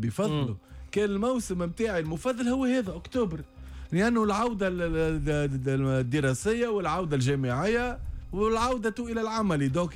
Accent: Tunisia; انا بما اني تونسي وما يقدنا حد واحنا ناكلوا الهريسه ونرقدوا بالهريسه

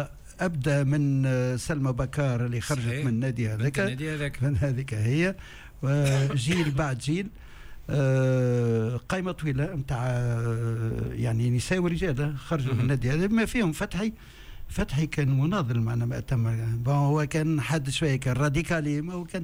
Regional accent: Tunisia; كان عندنا في تونس

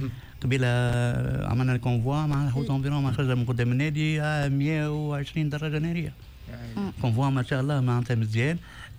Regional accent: Libya; وعنا جماعة زادة ليبية زادة وانا من ليبيا زادة كيف كيف كانوا ديما متواجدين معنا.

